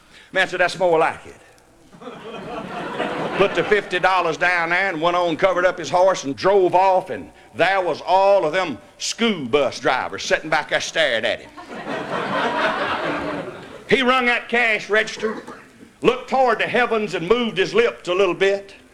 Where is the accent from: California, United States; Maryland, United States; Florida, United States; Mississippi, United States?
Mississippi, United States; where I grew up in Abbott County, Mississippi, we had two country stores.